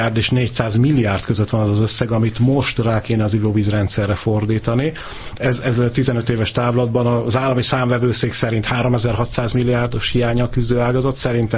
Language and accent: Hungarian; Pécs, Baranya, Hungary; én pécsi vagyok